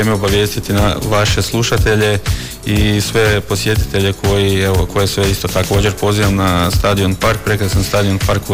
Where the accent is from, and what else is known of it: Suhopolje, Virovitica-Podravina County, Croatia